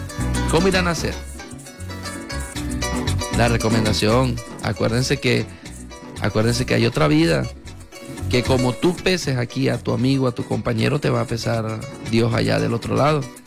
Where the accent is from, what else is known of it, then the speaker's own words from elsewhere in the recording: El Vigía, Mérida, Venezuela; nosotros los propios vigías.